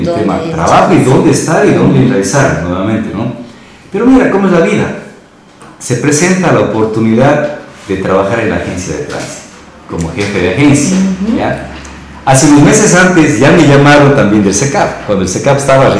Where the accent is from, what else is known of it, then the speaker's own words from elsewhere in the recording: Sucúa, Morona Santiago, Ecuador; moved away as an adult; also born or lived in Cuenca / Macas; esta tierra de Sucúa para mí, yo siempre digo, nunca dejaré a Sucúa, porque Sucúa es una tierra... Una tierra que es mi casa, donde yo nací, crecí.